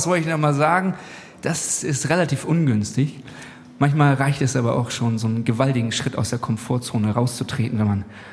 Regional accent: Neumünster, Schleswig-Holstein, Germany; Ich komme mit einem Mann aus Schleswig-Holstein, Neumünster.

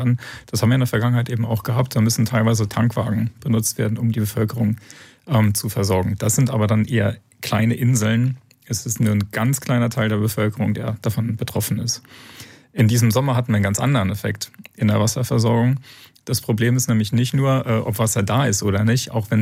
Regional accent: Leipzig, Saxony, Germany; Kann das meine Heimatstadt Leipzig?

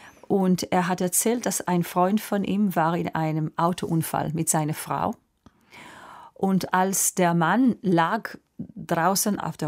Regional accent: Israel; German is a second language; Meine Heimat ist aber Israel, wird immer Israel sein. Es ist ein sehr besonderes Land mit allem Schmerz und Probleme. Und ich fühle eine sehr tiefe Verbindung. Vielleicht, weil meine Kindheit da war

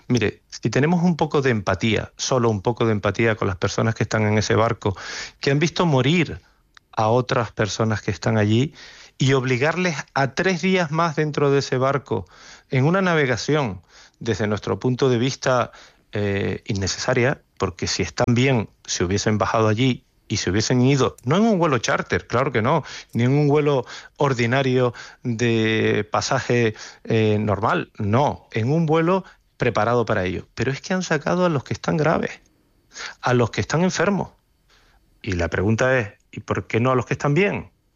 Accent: Canary Islands, Spain; nosotros Canarias tiene 4 hospitales de primer nivel.

